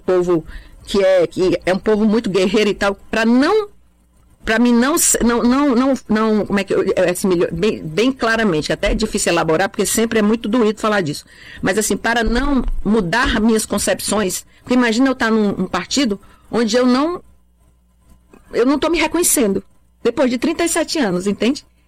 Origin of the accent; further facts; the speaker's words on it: Fortaleza, Ceará, Brazil; born there; Eu nasci na periferia de Fortaleza, no Mudubim, quando era... Mudubim ainda tinha vacaria. Então, assim, ali era a zona rural de Fortaleza.